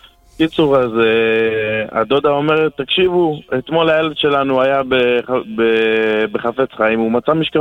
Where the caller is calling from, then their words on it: Jerusalem, Jerusalem District, Israel; אנחנו ירושלמים